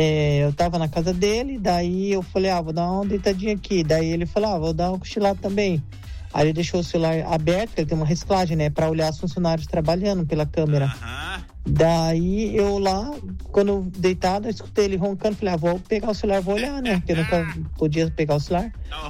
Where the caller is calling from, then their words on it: Paranaguá, Paraná, Brazil; sou aqui de Paranaguá.